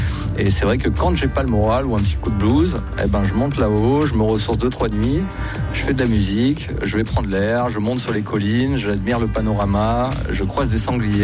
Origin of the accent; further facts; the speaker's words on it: Nice, Provence-Alpes-Côte d'Azur, France; C'est un petit village qui est dans l'arrière-pays niçois parce que je suis originaire de Nice